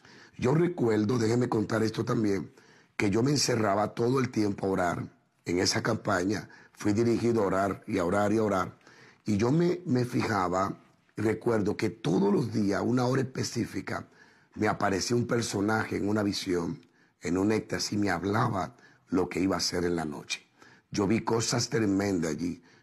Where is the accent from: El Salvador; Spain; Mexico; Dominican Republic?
Dominican Republic; Dios utilizó de forma, pero muy sobrenatural en mi país, en República Dominicana. Y yo desde muchacho me sentaba a los pies a escuchar sus historias.